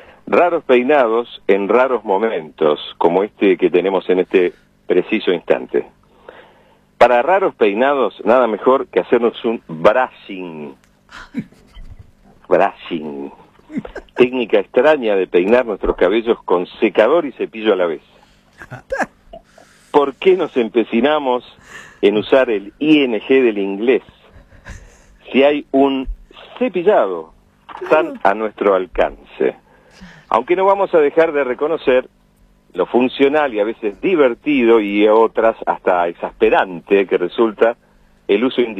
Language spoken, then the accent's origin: Spanish; Argentina; Porque el verbo de solo ser y seguir siendo argentinos será siempre argentinear.